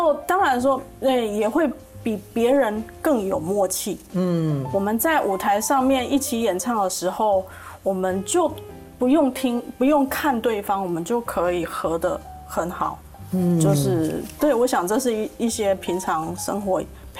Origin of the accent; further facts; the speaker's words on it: Taiwan; 他没看出我是台湾人，他以为我是日本人啊。